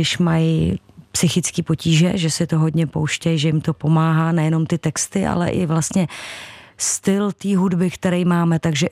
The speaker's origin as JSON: {"language": "Czech", "town": "Hradec Králové", "region": "Hradec Králové Region", "country": "Czechia", "tie": "born or raised there", "said": "já jsem vlastně v té době se vrátila do Hradce, do svého rodného města, a začala jsem tam pobývat většinu svého času"}